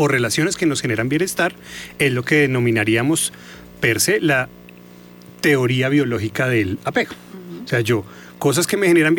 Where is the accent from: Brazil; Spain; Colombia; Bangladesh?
Colombia; Manizales, Caldas; yo que soy de Manizales